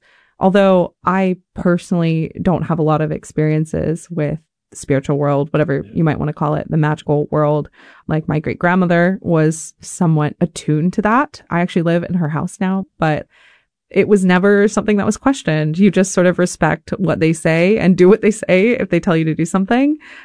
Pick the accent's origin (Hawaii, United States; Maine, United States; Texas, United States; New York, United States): Hawaii, United States; I grew up on Homestead